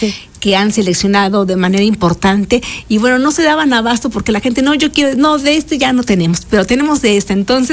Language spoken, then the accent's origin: Spanish; Puebla, Mexico; fui a darme una vuelta como buena poblana